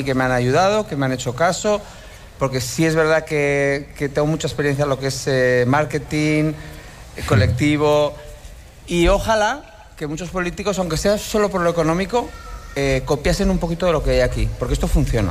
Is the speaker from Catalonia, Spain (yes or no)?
no; Pamplona, Navarre, Spain; now in Maspalomas, Spain; Yo soy de Pamplona.